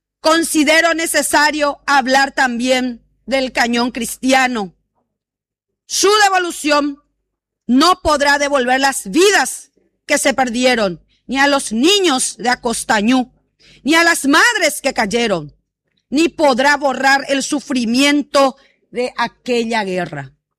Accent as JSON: {"language": "Spanish", "region": "Cordillera", "country": "Paraguay", "said": "Como paraguaya y como cordillerana"}